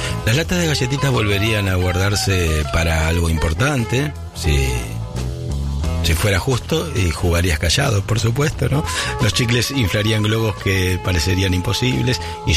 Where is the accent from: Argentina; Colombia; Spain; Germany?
Argentina; Esto es lo que nos gusta a nosotros, porque somos argentinos.